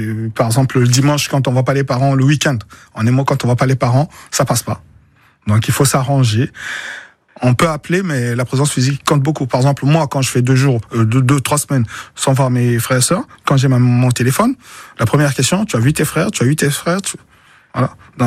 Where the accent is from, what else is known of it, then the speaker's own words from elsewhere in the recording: Republic of the Congo; moved away as an adult; now in Limousin, France; Je suis né au Congo-Brazzaville. C'est une colonie française, au fait. Et je suis arrivé en France, je me suis installé en France définitivement